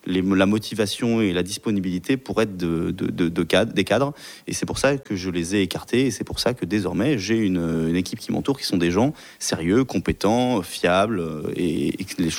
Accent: Pays de la Loire, France; moved away as an adult; also born or lived in Angers; now in Laval, France; Je ne suis évidemment pas originaire de la Mayenne depuis des décennies, mais j'habite bien aujourd'hui en Mayenne. J'ai 26 ans, je suis d'origine vendéenne. J'ai fait mes études à Angers d'histoire, donc je suis diplômé d'histoire pour être professeur. J'ai emménagé cet été en Mayenne, donc au tout début de l'été

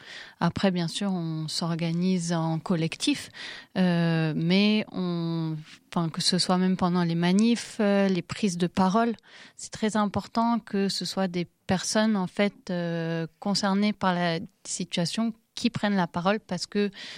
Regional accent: Lebanon; moi personnellement, je ne suis pas palestinienne, je suis libanaise

